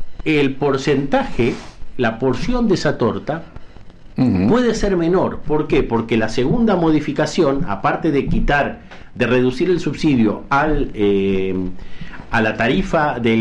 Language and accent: Spanish; Patagonia, Argentina; los patagónicos